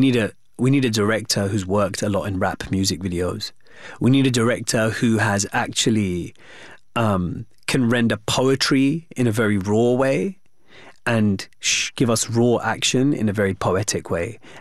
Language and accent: English; Wembley, London, United Kingdom; exactly like growing up in Wembley.